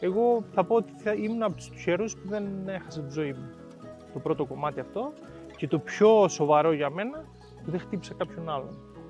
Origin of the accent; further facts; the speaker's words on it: Galia, Crete, Greece; Και εγώ είμαι χαρούμενος που είστε στο χωριό μου, που σας φιλοξενώ σήμερα σε ένα, νομίζω, πολύ όμορφο χωριό του Δήμου Φεστού